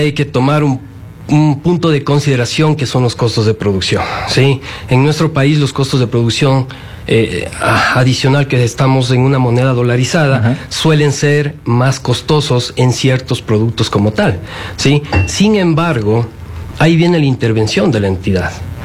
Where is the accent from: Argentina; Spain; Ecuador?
Ecuador; nosotros como ecuatorianos